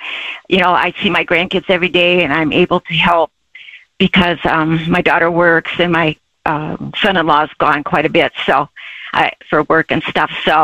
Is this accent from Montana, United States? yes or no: no; Michigan, United States; I grew up in Michigan and lived there all my life